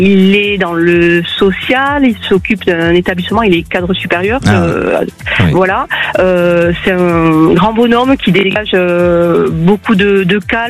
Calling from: Occitanie, France; Alors, d'Occitanie.

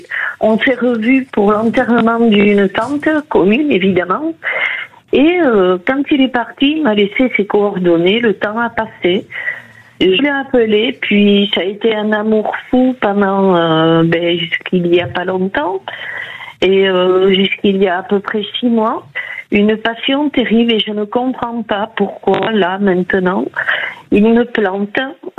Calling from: Nouvelle-Aquitaine, France; Je vous appelle du 64, Nouvelle-Aquitaine.

